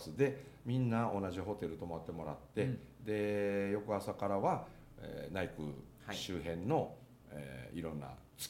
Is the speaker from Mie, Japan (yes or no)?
yes; Mie, Japan; moved away; ミニ内宮と言われる滝原宮っていうのは、これ僕の実家の方に近いんですけどね